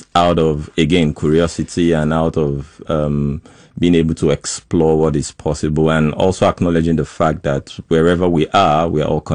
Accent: Nigeria; moved away as an adult; also born or lived in United Kingdom; now in Canada; I'm Nigerian

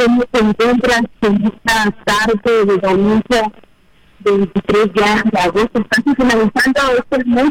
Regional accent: Oaxaca, Mexico; first language Triqui Alta; Spanish is a second language; poco acerca de lo que se está viviendo aquí en nuestra región histórica y también compartiendo algo en mi lengua materna Triqui Alta.

